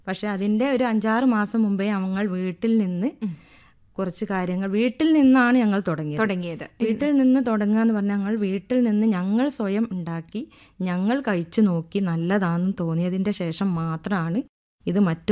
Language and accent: Malayalam; Cheruvadi, Kerala, India; ഞാൻ ചെറുവാടിയിൽ നിന്ന് വരുന്നു.